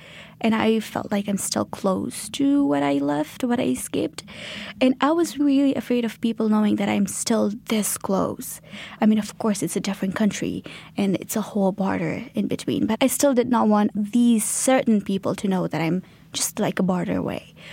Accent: Kabul, Afghanistan; moved away as an adult; also born or lived in Islamabad, Pakistan; now in Canada; born and raised in Kabul, Afghanistan. I am 22 at the moment

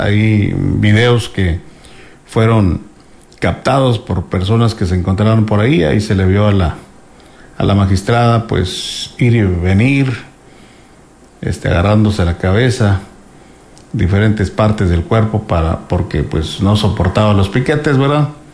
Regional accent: Mexico; nosotros como mexicanos, como espectadores

